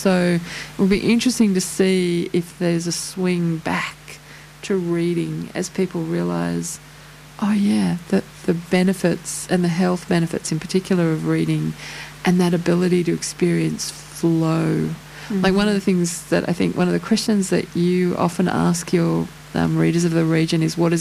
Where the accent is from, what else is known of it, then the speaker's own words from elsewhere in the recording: Queensland, Australia; when I grew up in Queensland